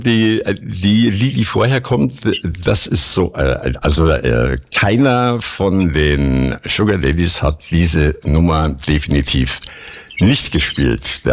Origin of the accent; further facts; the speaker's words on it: Munich, Bavaria, Germany; Die muss man einfach als Münchner live gesehen haben